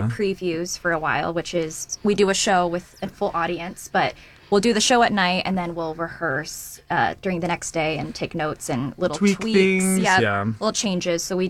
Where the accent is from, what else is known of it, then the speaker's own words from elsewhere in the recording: Seattle, Washington, United States; I grew up in Seattle